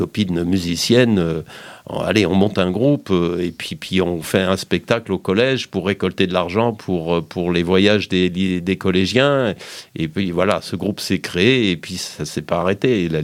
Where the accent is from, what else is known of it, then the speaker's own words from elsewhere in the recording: Die, Auvergne-Rhône-Alpes, France; moi j'ai quand même donc vécu toute mon enfance à Die, où j'ai quand même fait beaucoup de musique à Die, à la MJC